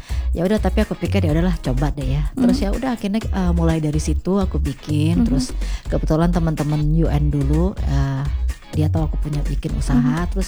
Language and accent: Indonesian; Manado, North Sulawesi, Indonesia; now in Jakarta, Indonesia; Aku sebetulnya asli Manado